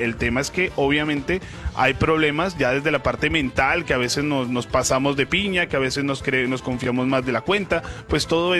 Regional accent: Brazil; Spanish is a second language; Yo como soy brasileño, pues yo voy con mi equipo.

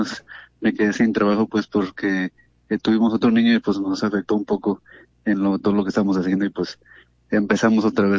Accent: Jalisco, Mexico; now in Santa Ana, United States

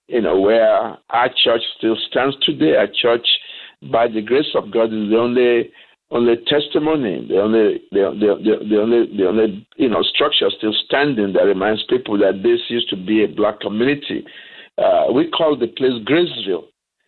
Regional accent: Nigeria; Because, as I said earlier, I come from Nigeria, that used to be called the Slave Coast. So people were, kidnapped from our area in West Africa

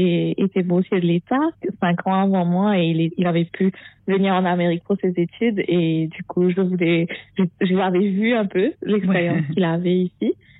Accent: Mauritius; moved away as an adult; now in United States; Je suis née à Vakwa j'ai grandi à Maurice.

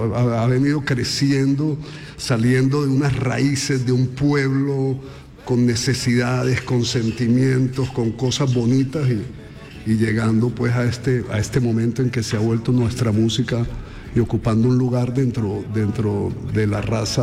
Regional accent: Santa Marta, Magdalena, Colombia; moved away; Feliz de estar en mi tierra, además, en Santa Marta.

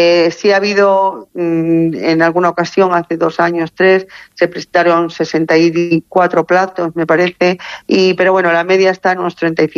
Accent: Poyales del Hoyo, Castile and León, Spain; yo soy de aquí, de la población, soy de Poyales, y desde chiquitita, claro, pues hemos convivido con los higos toda la vida.

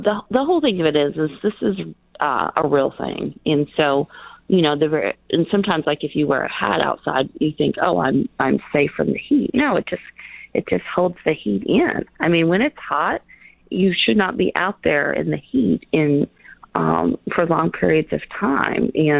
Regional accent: Texas, United States; also born or lived in New Mexico; I was from Texas and New Mexico, and I remember my parents, there was an ice block store

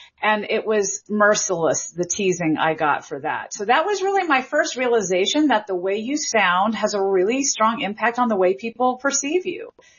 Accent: Memphis, Tennessee, United States; accent: Southern; I had a lot of different accents coming at me as a young child growing up in Memphis, Tennessee, to parents that spoke French. So my father was Belgian, my mother French-Canadian. They moved to Memphis in the 1970s for work

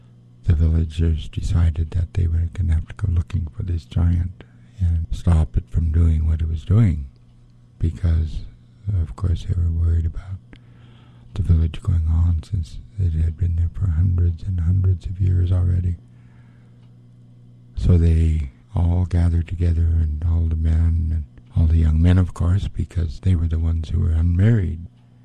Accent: Craig, Alaska, United States; also born or lived in Hydaburg; Haida Indian from Southeastern. I'm Eagle Moiety and Frog Clan. I was born in Craig on Prince of Wales Island. My mother is from Heidelberg, so we grew up in both of those two communities.

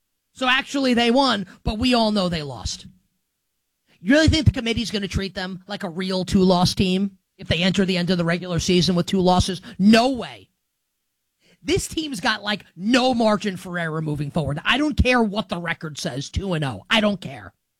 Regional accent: New York, United States; I grew up in New York.

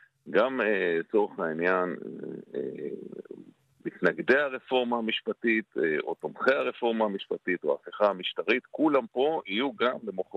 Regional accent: Jerusalem, Jerusalem District, Israel; בירושלים אנחנו חיים אחד עם השני, רוצים לא רוצים.

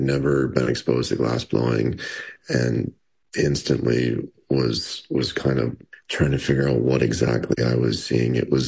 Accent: Denver, Colorado, United States; now in Hastings, United States; As you said, I grew up in Denver. And honestly, was needing to get out of Denver.

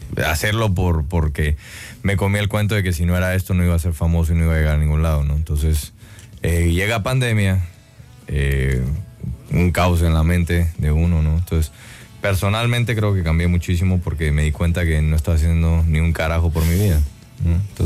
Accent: Guatemala; yo nací y crecí en Guatemala, en una finca con caballos, con vacas, al estilo americano, y de una manera como gringa, pero latinalizada

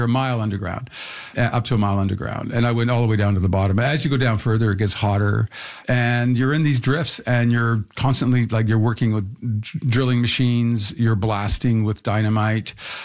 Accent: St. Catharines, Ontario, Canada; I was born in St. Catharines

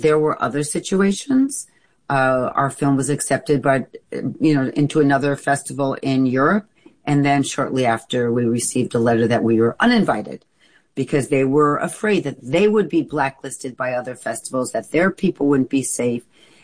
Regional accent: United States; I'm an American.

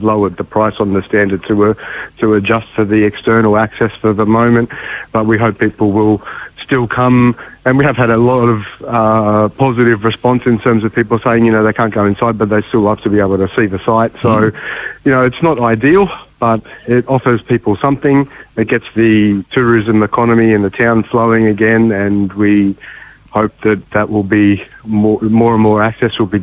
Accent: Queensland, Australia; now in Ballarat, Australia; I'm not from Victoria, I'm a Queenslander, and when I arrived in Ballarat

